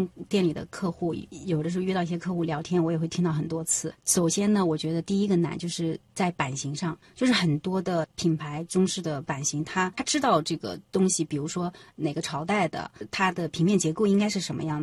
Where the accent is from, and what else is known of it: China